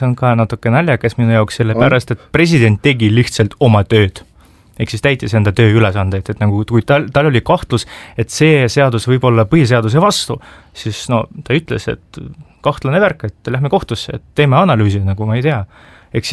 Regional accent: Ida-Viru County, Estonia; Kuna ma ise kasvasin Ida-Virumal ja ma saan Ida-Viruma inimestest hästi aru

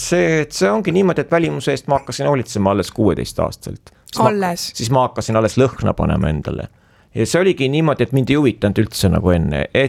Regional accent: Viljandi, Viljandi County, Estonia; teie olete Tartu vaim ju, et ma olen Viljandist.

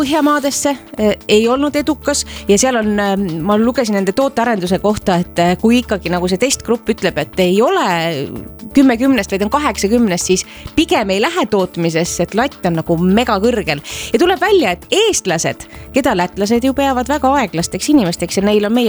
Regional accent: Latvia; Estonian is a second language; Ma olen lätlane.

